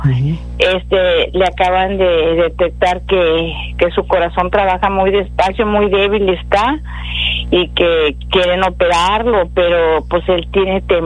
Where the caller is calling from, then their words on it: Brownsville, Texas, United States; soy de Brownsville.